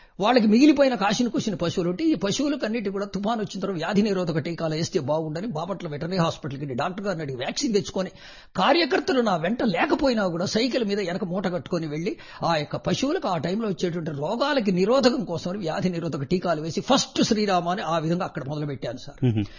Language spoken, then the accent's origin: Telugu; Pattipadu, Andhra Pradesh, India; మా స్వగ్రామం గుంటూరు దగ్గర పత్తిపాటులో.